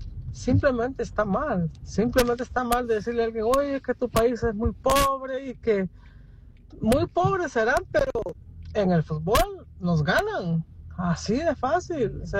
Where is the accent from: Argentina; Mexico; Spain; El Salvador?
El Salvador; yo dije que yo soy salvadoreño